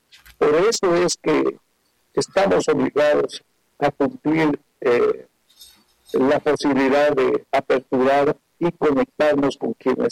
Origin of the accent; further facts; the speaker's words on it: Ecuador; para los ecuatorianos que somos latinoamericanos